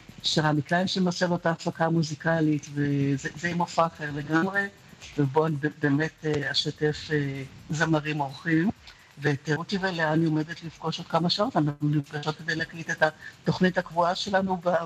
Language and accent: Hebrew; Haifa, Haifa District, Israel; הייתי כולה ילדה מחיפה בת 17 וחצי